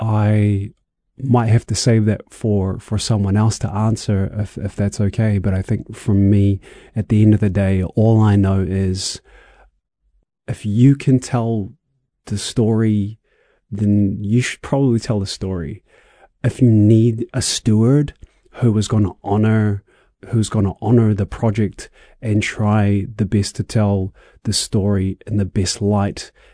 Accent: New Zealand; now in Hawaii, United States

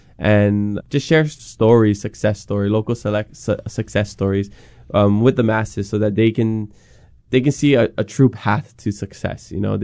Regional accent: Hilo, Hawaii, United States; growing up in Hilo

